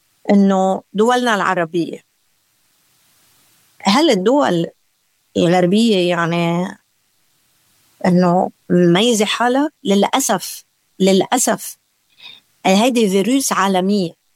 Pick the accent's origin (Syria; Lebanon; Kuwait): Lebanon; كوني لبنانية